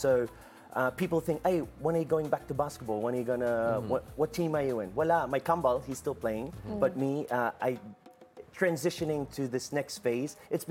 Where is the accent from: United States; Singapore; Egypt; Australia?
Australia; moved away as an adult; now in Philippines; started from scratch at 18 years old here in the Philippines, not knowing much about the culture because we grew up in Australia.